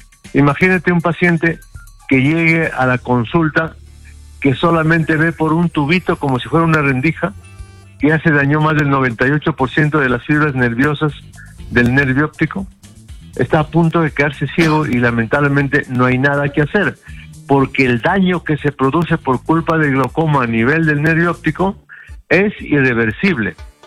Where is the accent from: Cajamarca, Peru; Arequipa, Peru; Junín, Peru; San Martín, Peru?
Cajamarca, Peru; now in Lima, Peru; Yo en este momento me encuentro en la ciudad de Cajamarca, en mi tierra